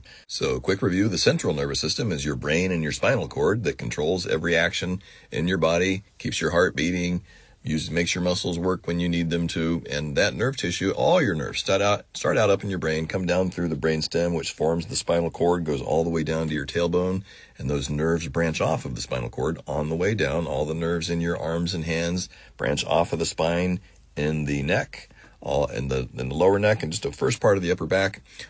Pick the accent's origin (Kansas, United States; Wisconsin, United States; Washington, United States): Kansas, United States; I was used to it because I grew up in Kansas.